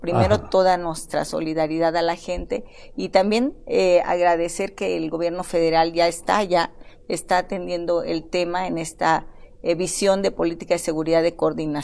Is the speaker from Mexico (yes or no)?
yes; Guerrero, Mexico; Fuimos desplazados por la violencia y yo me crié en Tierra Caliente, en la Tierra Caliente.